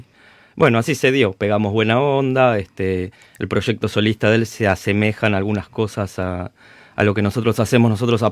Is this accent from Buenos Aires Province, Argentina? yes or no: yes; San Antonio de Padua, Buenos Aires Province, Argentina